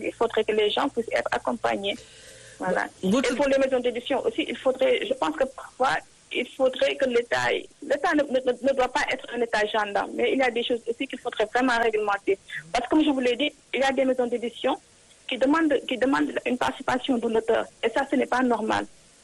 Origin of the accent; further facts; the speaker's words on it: Dakar, Senegal; moved away as an adult; also born or lived in Saint-Louis, Senegal / France; c'est une jeune femme sénégalaise. Hein. Donc, je suis née à Dakar et j'ai grandi à Dakar.